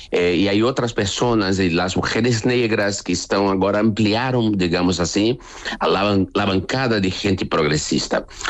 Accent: Brazil; Spanish is a second language; Así que haré todos los esfuerzos para seguir en mi país, porque es aquí que quiero seguir, es aquí donde tengo mi madre, mis hermanos, mis amigos, la universidad, mi literatura, mis artes. Quiero vivir en Brasil.

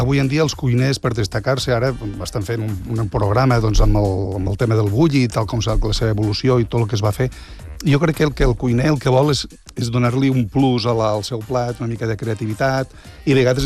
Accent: Benavent, Catalonia, Spain; Vam néixer a l'Arnau de Vilanova, a Lleida

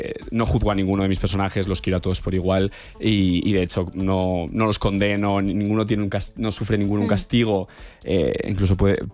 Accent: Navarre, Spain; En mi caso, yo también vengo de un pueblo de Navarra.

